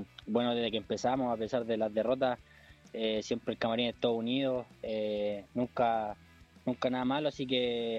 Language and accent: Spanish; Hualqui, Biobío, Chile; Tengo 21, soy de Hualqui.